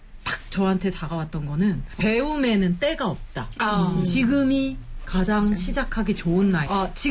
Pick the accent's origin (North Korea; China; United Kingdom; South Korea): South Korea; Jeolla; 저는 사실, 전라도.